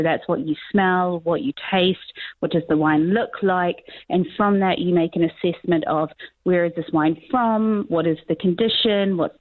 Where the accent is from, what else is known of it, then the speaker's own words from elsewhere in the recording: Auckland, New Zealand; moved away as an adult; now in London, United Kingdom; So, yeah, I'm from the North Shore. I moved over to London when I was 24, but I always worked in hospitality.